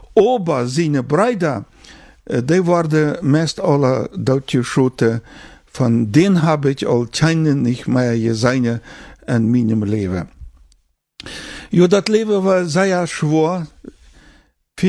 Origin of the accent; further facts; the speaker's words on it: Almaty, Kazakhstan; German is a second language; now in Germany; Also wir kommen nur Deutschland von Kasachstan, dort ist Alma-Ata. Da haben wir die letzten Jahre gelebt und von dort kommen wir auch nur Deutschland.